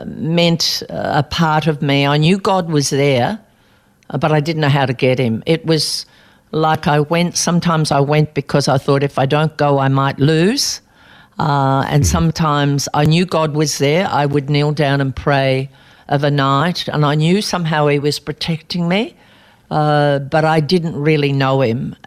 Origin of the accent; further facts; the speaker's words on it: Albury, New South Wales, Australia; born there; Well, I was born in Albury, New South Wales, and it was a great tennis centre.